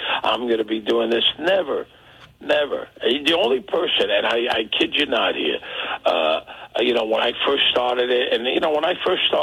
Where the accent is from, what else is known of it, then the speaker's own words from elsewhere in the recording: New York City, New York, United States; moved away as an adult; also born or lived in Las Vegas; I grew up in Brooklyn. I graduated from Brooklyn College, and then I moved to Las Vegas, and I was there for 25 years